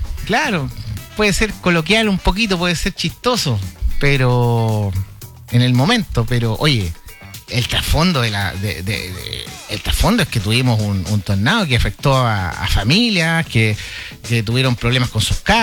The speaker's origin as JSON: {"language": "Spanish", "town": "San Ignacio", "region": "Ñuble", "country": "Chile", "said": "Sí, somos de San Ignacio, de una comuna que queda cerca de Chillán, de Chillán al sur."}